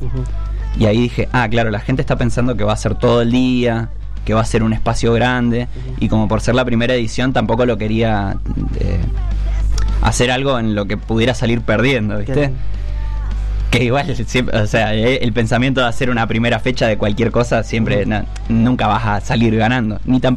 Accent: Plottier, Neuquén, Argentina; yo que soy de Plotier, que si bien está al lado de Neuquén, no es lo mismo. Es un pensamiento más de pueblo

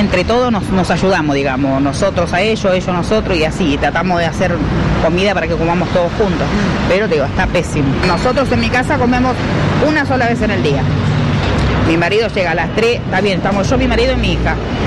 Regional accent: José C. Paz, Buenos Aires Province, Argentina; Soy de José Cepaz y ama de casa.

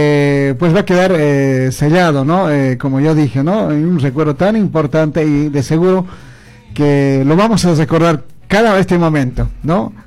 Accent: La Paz, Bolivia; De La Paz, de La Paz, Chuquiagomarca, pues, mamita, siempre.

